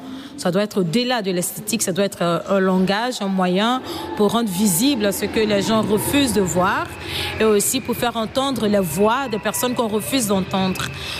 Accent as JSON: {"language": "French", "country": "Côte d’Ivoire", "moved": "as an adult", "lives_now": "Belgium", "said": "je viens de la Côte d'Ivoire. Je suis en Belgique depuis 7 ans bientôt."}